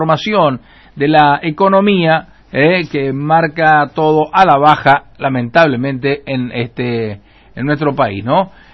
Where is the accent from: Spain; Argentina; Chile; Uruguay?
Argentina; Hoy somos todos de Argentina